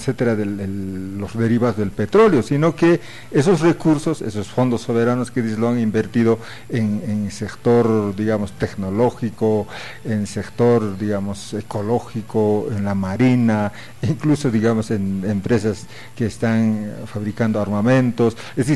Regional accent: Bolivia

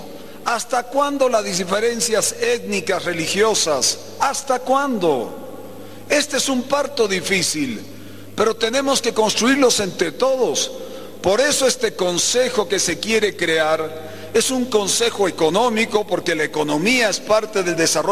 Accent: Tarija, Bolivia; como tarijeño, como boliviano, pero también como un amante de La Paz

